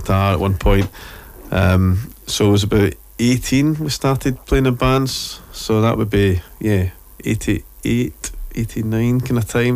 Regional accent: Irvine, Scotland, United Kingdom; moved away as an adult; now in Coaning, United Kingdom; born in Irvine, raised in Irvine.

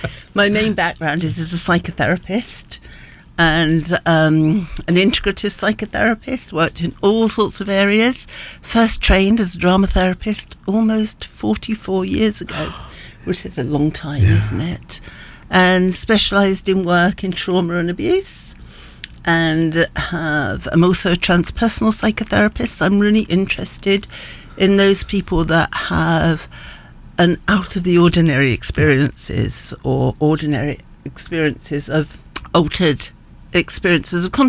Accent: Dover, South East England, United Kingdom; I was brought up in Dover, Kent

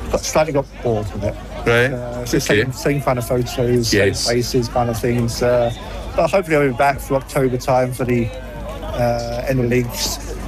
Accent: London, United Kingdom; moved away as an adult; also born or lived in Lancaster; now in Scotland, United Kingdom; A young lad from the Council Estates of London.

